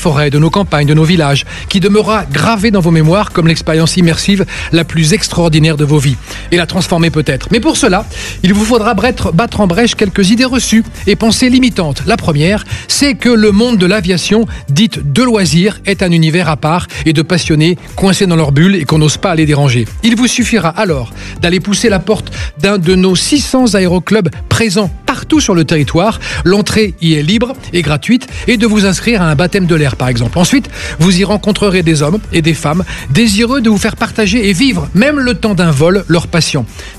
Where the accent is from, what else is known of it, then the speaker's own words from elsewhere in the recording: Pays de la Loire, France; Je suis du Maine-et-Loire, je ne suis pas loin